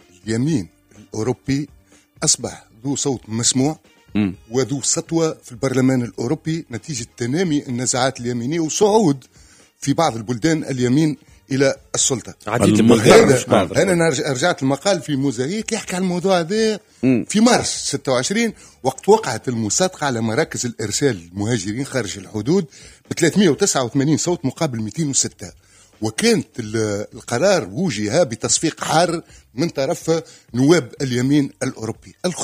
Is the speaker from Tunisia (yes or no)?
yes; Tunisia; نحن كتونسيين